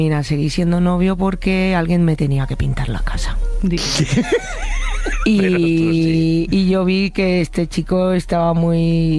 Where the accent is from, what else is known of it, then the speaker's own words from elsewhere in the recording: Barcelona, Catalonia, Spain; Muchas veces de público allí en directo, porque yo soy de Barcelona.